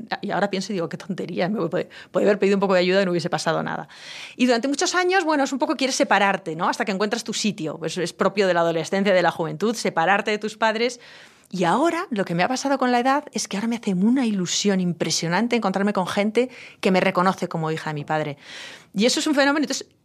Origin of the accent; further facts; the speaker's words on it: Pamplona, Navarre, Spain; Es curioso, porque yo tenía 18 años, y un sitio como Navarra, bueno, pues te condiciona mucho, te conoce todo el mundo, un sitio como Pamplona, ciudad pequeña, te conoce todo el mundo, la seguridad es un factor muy importante.